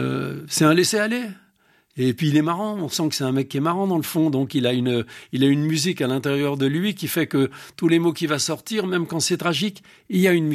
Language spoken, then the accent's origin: French; Montmirail, Grand Est, France; also born or lived in Romilly-sur-Seine; Moi je viens de Montmirail dans la Marne, je suis né à Romilly-sur-Seine dans l'Aube. Après quand j'ai eu 6-7 ans, on est parti à Montmirail dans la Marne